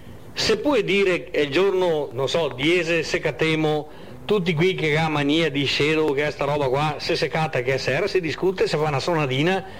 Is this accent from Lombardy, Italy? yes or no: no; Veneto, Italy; Ma è una caratteristica forse anche nostra come veneti